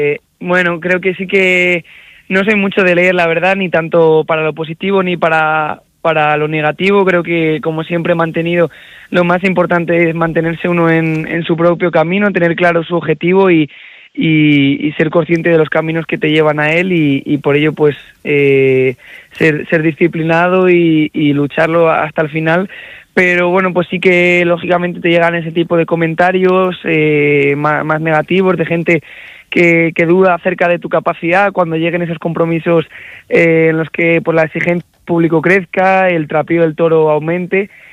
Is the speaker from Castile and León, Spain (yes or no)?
yes; Salamanca, Castile and León, Spain; como salmantino pues es lo más grande que te puede pasar.